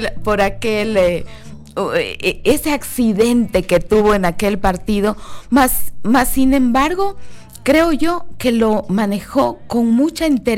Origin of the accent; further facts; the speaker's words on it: Ecuador; porque así somos los ecuatorianos.